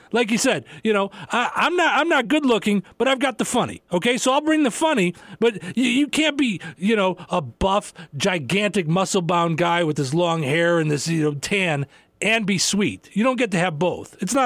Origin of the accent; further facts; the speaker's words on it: Chicago, Illinois, United States; I mean, I grew up in Chicago, so it's like it's all I know. But when I started stand up, I started in Iowa.